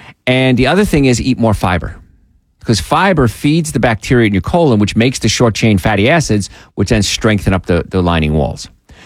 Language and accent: English; New Jersey, United States; And when I was young, I grew up in New Jersey.